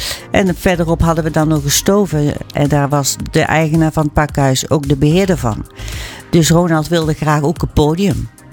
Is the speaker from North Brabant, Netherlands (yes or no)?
yes; North Brabant, Netherlands; Ik ben ook een Brabantse